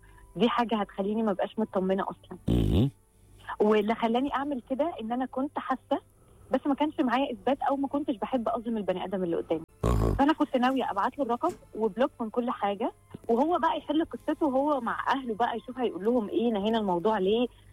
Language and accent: Arabic; Cairo, Cairo Governorate, Egypt; هو من اسكندرية وأنا من القاهرة.